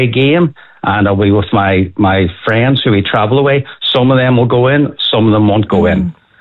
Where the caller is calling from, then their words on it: Ireland; as Irish people